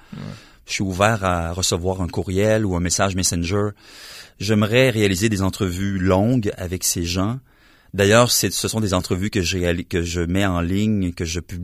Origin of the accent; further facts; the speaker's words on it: Quebec City, Quebec, Canada; à Québec, ma ville natale